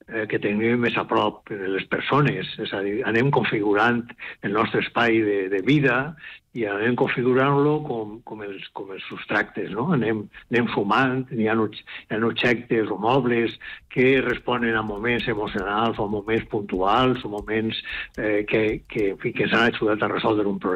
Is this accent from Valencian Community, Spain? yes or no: yes; Burjassot, Valencian Community, Spain; soc de Burjassot, poble de l'Hort de Nord. Entonces, pues, jo ja de xiquet, jo era el fill del pintor i net del pintor